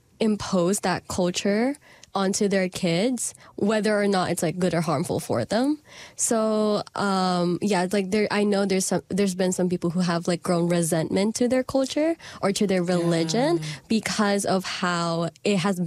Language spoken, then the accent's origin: English; Philippines; moved away; And when I moved here, it kind of just, like, the traditions that I know, because most of them are kind of just happening in the Philippines more than it does happen